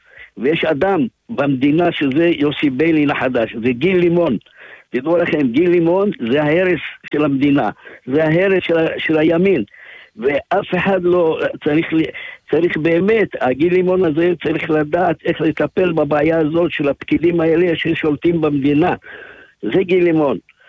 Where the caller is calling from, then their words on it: Ofakim, Southern District, Israel; אני אגיד באופקים